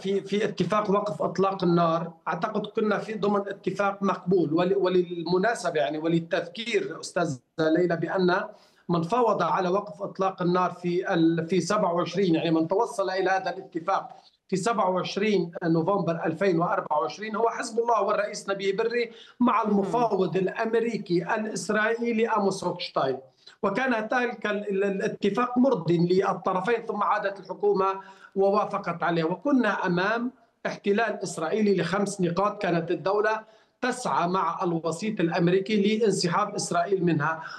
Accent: Lebanon; now in Beirut, Lebanon; نسأل نحن أيضا كلبنانيين،

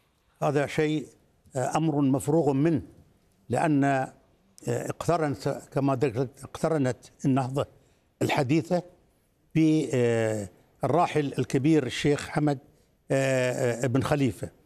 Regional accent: Qatar; لا نقول هذا الكلام ولا نقوله كقطريين

